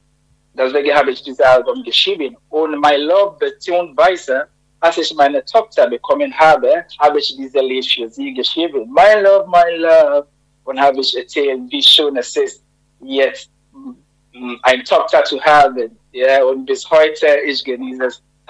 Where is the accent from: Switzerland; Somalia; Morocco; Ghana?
Ghana; moved away as an adult; now in Germany; Also ich komme aus Ghana und Ghana ist einer von den 54 Ländern in Afrika, in der Westseite, beziehungsweise.